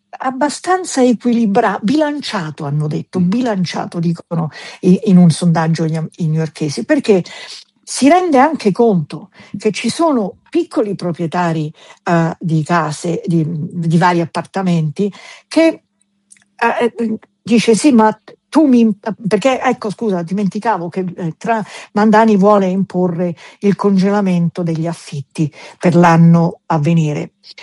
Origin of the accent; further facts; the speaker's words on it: Tuscany, Italy; also born or lived in Sicily; E sono cresciuta in Toscana.